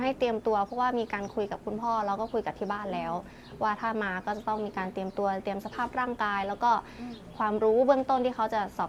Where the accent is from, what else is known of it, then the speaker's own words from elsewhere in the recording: Ubon Ratchathani, Thailand; เป็นคนจังหวัดอุบลราชธานีค่ะ